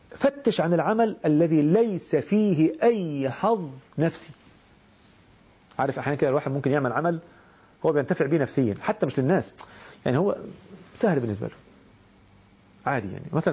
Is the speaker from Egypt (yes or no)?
yes; Egypt; إحنا بنسميه عندنا في مصر النهاردة اسمه يسموه ترند،